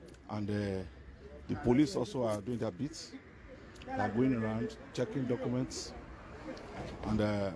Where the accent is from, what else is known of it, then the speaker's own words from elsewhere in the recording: Nigeria; now in Pretoria, South Africa; I'm a Nigerian, I have maybe 14 years ago to re-estate.